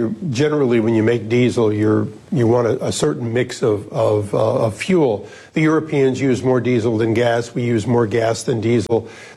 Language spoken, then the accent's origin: English; California, United States; I'm a Californian